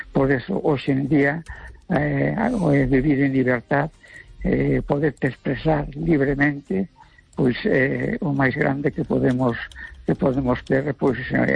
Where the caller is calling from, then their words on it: A Coruña, Galicia, Spain; de La Coruña.